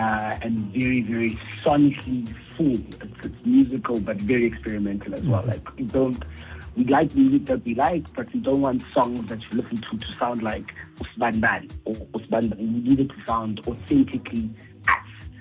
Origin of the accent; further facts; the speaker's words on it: Soweto, Gauteng, South Africa; Joburg, born and bred. Born and bred in Joburg.